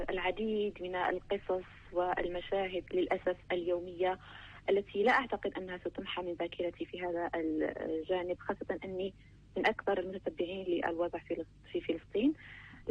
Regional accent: Algeria; أنا كإعلامية جزائرية

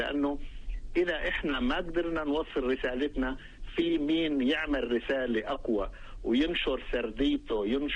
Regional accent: Palestine

